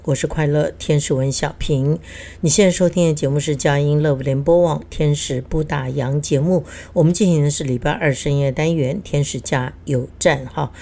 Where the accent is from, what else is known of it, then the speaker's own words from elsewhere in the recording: Keelung, Taiwan; now in Taipei, Taiwan; 所以你就知道能够一个在基隆长大的一个小不拉几的一个孩子能够到台北来念书，能考